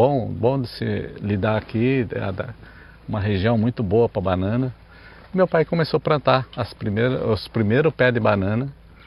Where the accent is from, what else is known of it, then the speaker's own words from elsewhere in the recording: Itapecerica da Serra, São Paulo, Brazil; Viemos do município de Itapecerica da Serra, né, em São Paulo. Em um bairro chamado Aldeinha, a gente morava lá.